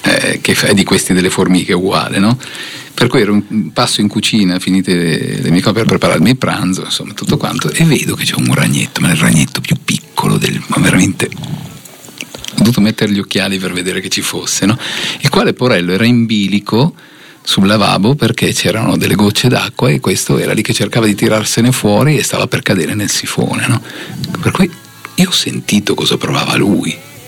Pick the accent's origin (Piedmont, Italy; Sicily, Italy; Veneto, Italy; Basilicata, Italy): Piedmont, Italy; moved away; also born or lived in Casorate Sempione; Però provengo dalla provincia di Vercelli.